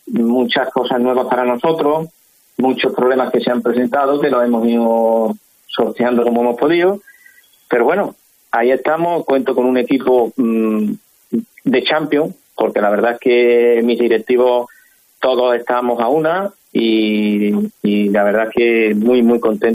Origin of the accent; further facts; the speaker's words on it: Herrera, Andalusia, Spain; El público de mi pueblo, porque lo tengo que decir así, mi afición, le hizo el pasillo cuando terminaron.